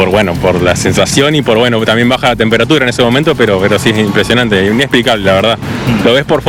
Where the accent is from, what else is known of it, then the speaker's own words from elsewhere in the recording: Argentina; Vine de Argentina a verlo y nada, impresionante la verdad